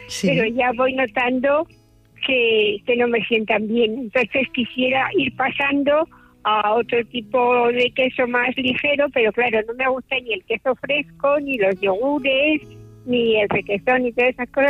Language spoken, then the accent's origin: Spanish; France; now in Madrid, Spain; yo me crié en Francia